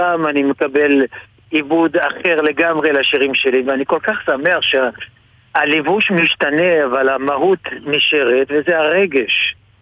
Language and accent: Hebrew; Casablanca, Casablanca-Settat, Morocco; born or raised there; now in Israel